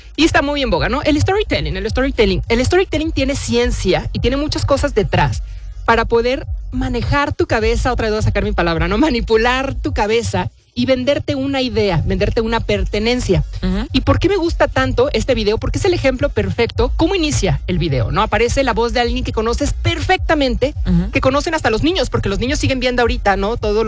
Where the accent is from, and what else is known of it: Mexico